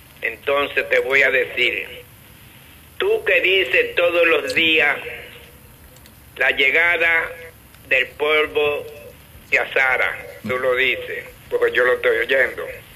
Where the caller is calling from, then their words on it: San Pedro de Macorís, Dominican Republic; Tengo pena del pueblo macorizano, de mi pueblo.